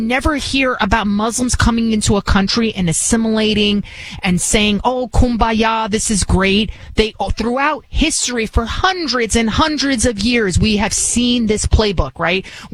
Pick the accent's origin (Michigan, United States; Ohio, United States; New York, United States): New York, United States; Oh, 100%. I mean, but my entire family's here because I would leave.